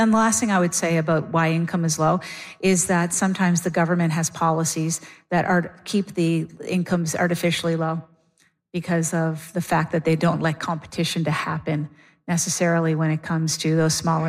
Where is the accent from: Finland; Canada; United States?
Canada; They know that they can pay less for us up here.